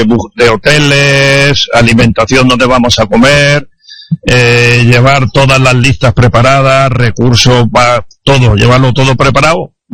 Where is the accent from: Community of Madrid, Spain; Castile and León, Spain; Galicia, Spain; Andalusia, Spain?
Andalusia, Spain; Málaga; moved away as an adult; also born or lived in Zaragoza; now in Las Palmas de Gran Canaria, Spain; Y soy malagueño